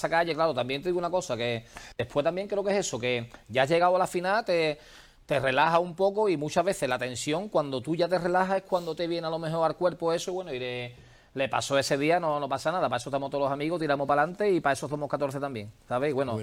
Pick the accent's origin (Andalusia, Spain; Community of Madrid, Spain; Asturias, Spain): Andalusia, Spain; Cádiz; nosotros somos de Cádiz